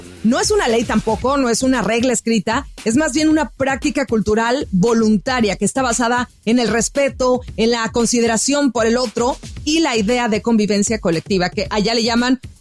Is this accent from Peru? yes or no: no; Mexico; Por ejemplo, yo siendo mexicana, porque la neta, a mí me ha tocado, y yo me la agarraba de la greña en México